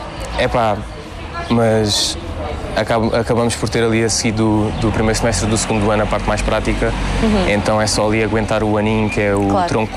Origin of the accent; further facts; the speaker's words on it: Alentejo, Portugal; also born or lived in Lisbon; now in Faro, Portugal; Não sou do Algarve, sou do Alentejo, venho das Novas. Tenho 20 anos